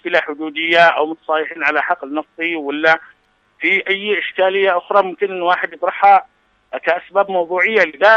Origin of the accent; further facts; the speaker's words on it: Yemen; ودفاع عن كرامتنا كيمنيين